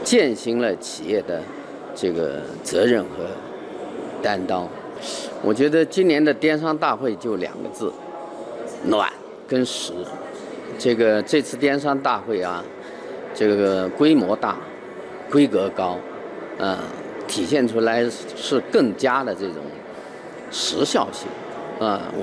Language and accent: Chinese; Yunnan, China; moved away as an adult; 作为土生土长的云南人